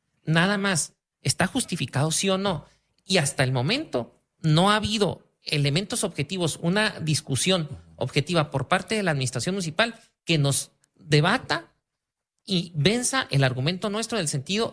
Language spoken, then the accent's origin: Spanish; Chihuahua, Mexico; las y los chihuahuenses pagamos los costos de ello